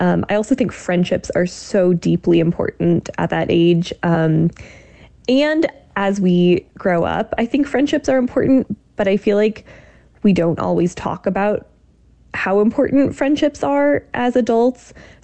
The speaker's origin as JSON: {"language": "English", "region": "Iowa", "country": "United States", "tie": "born or raised there", "said": "And growing up in Iowa, that wasn't something I knew very much about."}